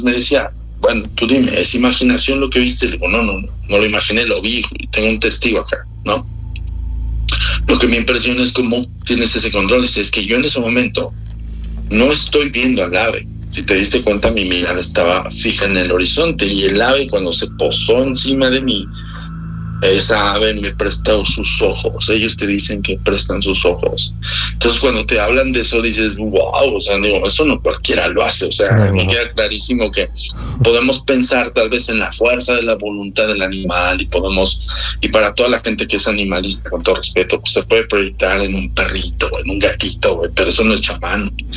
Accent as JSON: {"language": "Spanish", "country": "Mexico"}